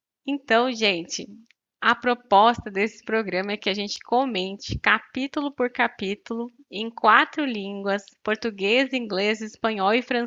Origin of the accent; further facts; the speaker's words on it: Santa Maria, Rio Grande do Sul, Brazil; Eu sou de Santa Maria.